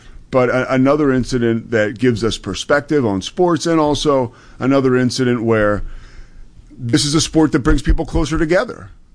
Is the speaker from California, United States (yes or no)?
no; Philadelphia, Pennsylvania, United States; I grew up in Philadelphia, so I knew the story.